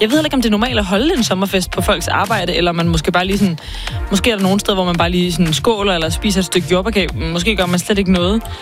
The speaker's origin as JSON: {"language": "Danish", "town": "Copenhagen", "region": "Capital Region of Denmark", "country": "Denmark", "said": "at jeg er fra København."}